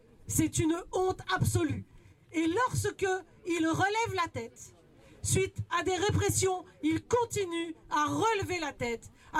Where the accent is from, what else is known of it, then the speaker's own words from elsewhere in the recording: Melun, Île-de-France, France; je suis organisée aussi en tant que travailleuse à Solidaire, mais dans le 77, je viens de Melun